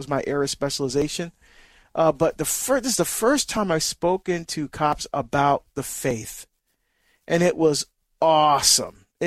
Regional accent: New Jersey, United States; now in Oregon, United States; I was in my home state of New Jersey

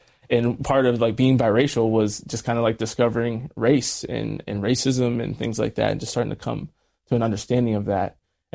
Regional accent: Harrison, Pennsylvania, United States; Yeah, so I was born and raised in Harrison, Pennsylvania.

